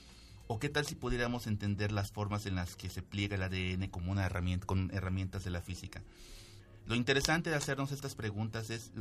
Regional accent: Yucatán, Mexico; now in Puebla, Mexico; No es como en mi tierra en Yucatán que llegamos a los 40

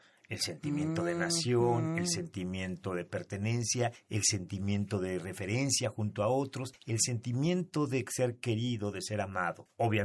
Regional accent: Mexico; nosotros como mexicanos

